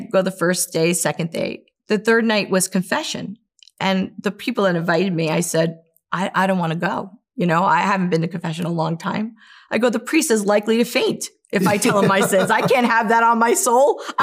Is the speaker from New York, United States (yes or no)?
yes; New York, United States; I'm from New York. We don't hug each other